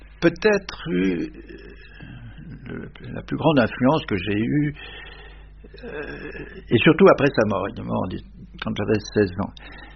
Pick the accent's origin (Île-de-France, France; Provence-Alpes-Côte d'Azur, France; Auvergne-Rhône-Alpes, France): Auvergne-Rhône-Alpes, France; Lyon; born there; je suis né le 24 juin 1923, il y a donc très longtemps, et je suis né dans la banlieue de Lyon